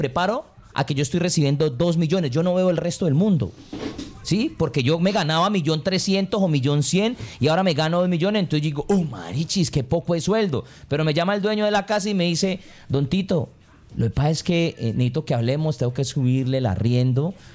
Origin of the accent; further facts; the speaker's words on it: Colombia; Yo como colombiano, y pregúntele a la mayoría de gente